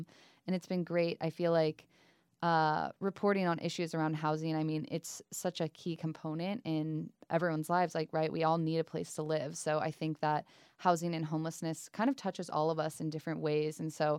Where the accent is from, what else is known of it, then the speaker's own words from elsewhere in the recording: East Bay, California, United States; moved away as an adult; I moved back to the Bay Area. I grew up in the East Bay.